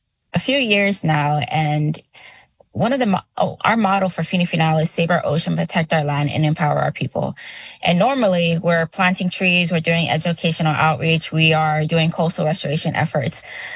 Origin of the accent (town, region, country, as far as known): Pago Pago, Eastern District, American Samoa; born or raised there; also born or lived in California